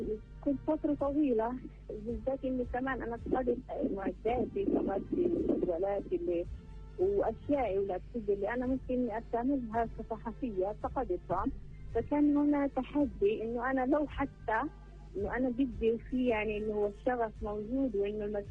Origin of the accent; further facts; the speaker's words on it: North Gaza, Palestine; رجعنا نزحنا على الصراط، بعد الصراط رجعنا على الصفاوي مكاننا كنا، بعدها من الصفاوي رجعت على الصراط، ولحتى الآن ضايلة أنا بالصراط ونازحة يعني في منطقتي.